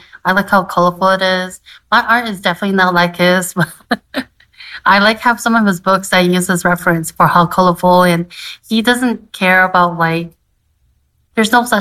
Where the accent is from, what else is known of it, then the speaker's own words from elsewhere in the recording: St. Paul, Minnesota, United States; I was born and raised in Minnesota. I was born in St. Paul. So I have grew up in Midway and Brocktown. It's like home to me.